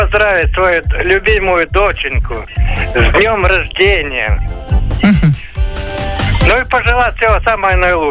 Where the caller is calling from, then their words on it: Dmitrievskaya, Russia